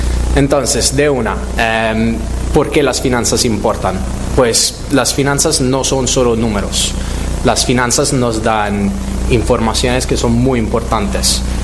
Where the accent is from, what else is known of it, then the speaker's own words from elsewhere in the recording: Italy; moved away as an adult; now in United States; Yo soy italiano y llevo 10 años aquí en Estados Unidos. Desde cuando me mudé a Estados Unidos